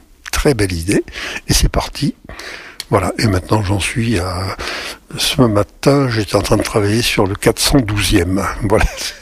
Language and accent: French; Montluçon, Auvergne-Rhône-Alpes, France; je suis né à Montluçon, peut-être même probablement mort, je ne me rappelle plus très bien. Bon, et j'ai toujours vécu dans le coin, bien que j'ai cherché souvent à m'en échapper.